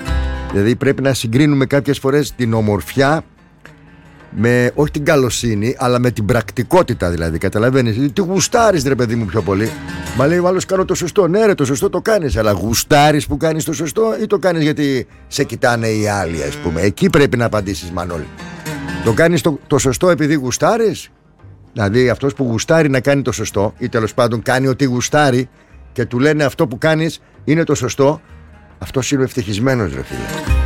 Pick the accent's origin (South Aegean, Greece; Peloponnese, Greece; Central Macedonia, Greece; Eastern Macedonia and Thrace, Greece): Central Macedonia, Greece; Thessaloniki; γιατί είμαι Θεσσαλονικιός, ρε φίλε.